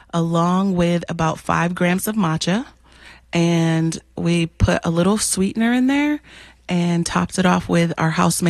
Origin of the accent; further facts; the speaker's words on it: Ohio, United States; now in Hyde Park, United States; I'm from Ohio originally.